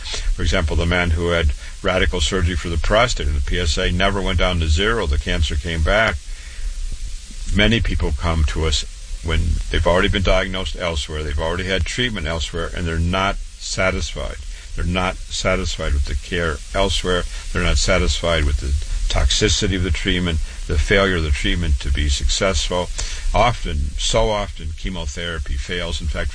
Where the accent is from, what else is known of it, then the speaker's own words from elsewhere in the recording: Waterloo, Iowa, United States; born and raised in Waterloo, Iowa. Went to public school, MD at 25